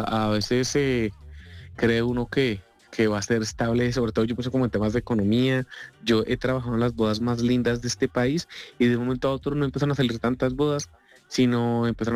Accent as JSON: {"language": "Spanish", "country": "Colombia", "said": "mira, yo soy de Colombia, yo canto, ¿puedo cantar una canción?"}